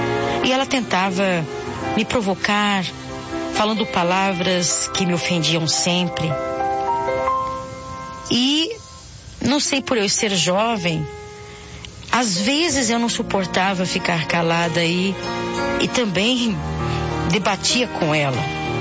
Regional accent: Bahia, Brazil; moved away as an adult; now in Lins, Brazil; Nasci na Bahia e vivi lá durante meus 22 anos.

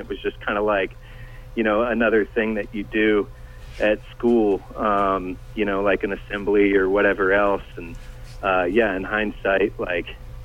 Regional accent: Knoxville, Tennessee, United States; Well, I mean, I grew up in East Tennessee, Knoxville

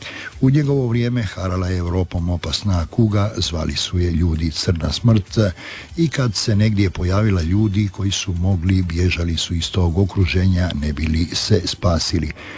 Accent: Croatia

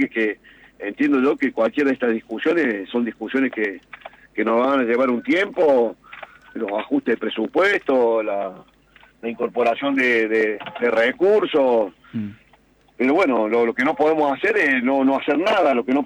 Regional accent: Argentina; somos los argentinos bastante...

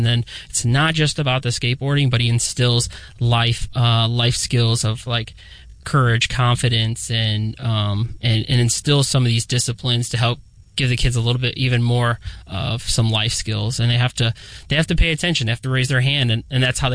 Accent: Oregon, Ohio, United States; I grew up in Oregon and was hanging out on the east side

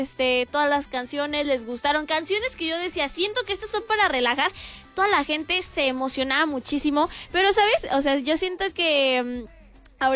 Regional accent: León, Guanajuato, Mexico; Yo soy de aquí de León, Guanajuato. Sí, soy de aquí de León, Guanajuato

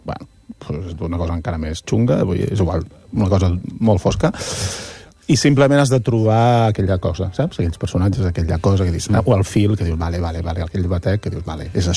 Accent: Taradell, Catalonia, Spain; Sí, que és d'on jo soc de Taradell, eh?

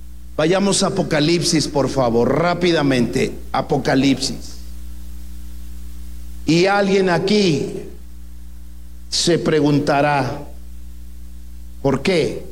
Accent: Mexico; a nosotros como mexicanos

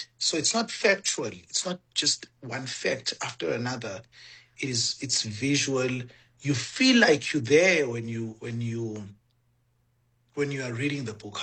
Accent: Mpumalanga, South Africa; how and when it started as a teenage boy growing up in Mpumalanga and reading everything that I could read.

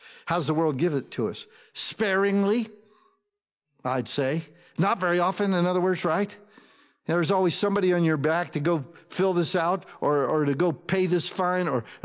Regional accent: United States; we're American. We don't speak Hebrew.

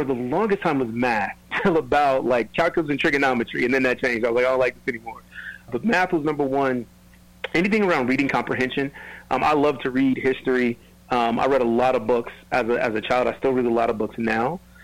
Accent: California, United States; moved away as an adult; growing up in California.

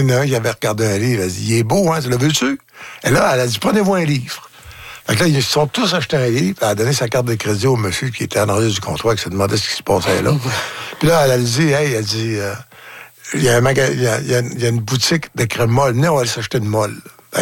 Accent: Falardeau, Quebec, Canada; Je viens de Falardeau.

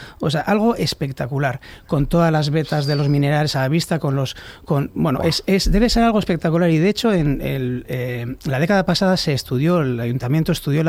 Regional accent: Bilbao, Basque Country, Spain; yo soy de Recalde y entonces yo he estudiado en la Ikastola Urretxindorra y en San Adrián, cuando no existía Miribilla

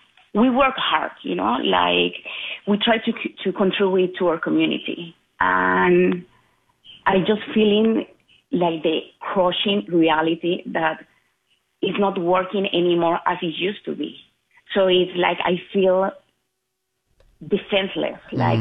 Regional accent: Colombia; English is a second language; moved away as an adult; now in Montreal, Canada; I'm from Colombia.

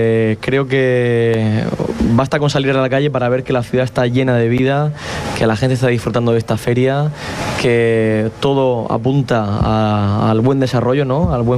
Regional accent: Murcia, Region of Murcia, Spain; nosotros somos de San Antolín, prácticamente aquí hacíamos nuestra vida.

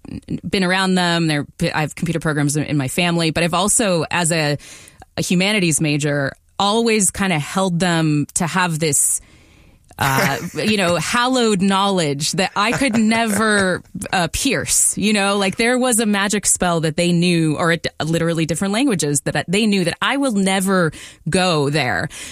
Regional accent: Redmond, Washington, United States; I grew up in Redmond, Washington, and in the shadow of Microsoft, literally, like right next to Microsoft.

